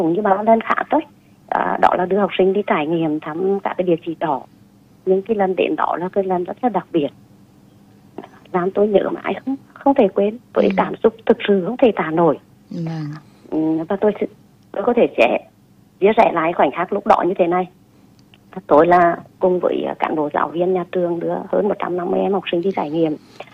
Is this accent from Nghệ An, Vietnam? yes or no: yes; Nghệ An, Vietnam; born there; moved away; tuổi thơ của tôi từ khi học cấp 2 cho đến cấp 3 là tôi ở với ông bà ngoại. Và đặc biệt là cái thời học cấp 2 là ở ngay chính cái ngôi nhà tại cái bản Thái Hòa Môn Sơn cũ ấy.